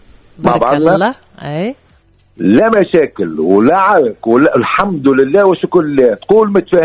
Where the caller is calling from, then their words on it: Sousse, Sousse Governorate, Tunisia; أنا متاعك من سوسة والمدام من بنزرت.